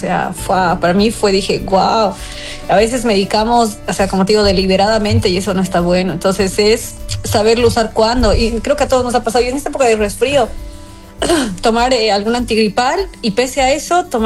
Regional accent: La Paz, Bolivia

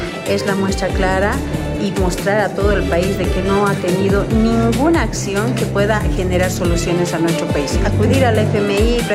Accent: Bolivia; lastimosamente hoy está poniéndonos a nosotros como bolivianos la soga al cuello.

